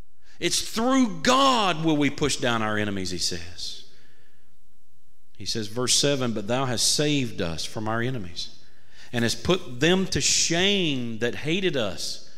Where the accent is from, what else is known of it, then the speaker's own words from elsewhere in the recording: Florida, United States; I'm a Republican. I am a Christian before I'm an American citizen. I'm a Christian before I'm a Floridian.